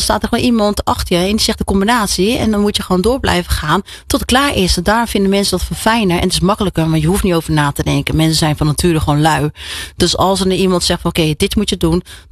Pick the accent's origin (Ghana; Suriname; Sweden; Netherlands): Netherlands; Rotterdam, South Holland; ik ben gewoon een Rotterdammer.